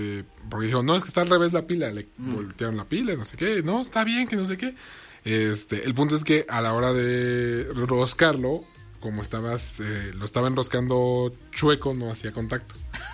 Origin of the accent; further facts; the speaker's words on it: Mexico; uno como buen mexicano, la curiosidad le ganó.